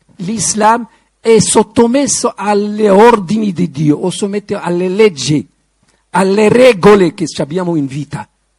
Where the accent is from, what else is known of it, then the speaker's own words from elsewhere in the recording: Morocco; now in Rome, Italy; io sono del Marocco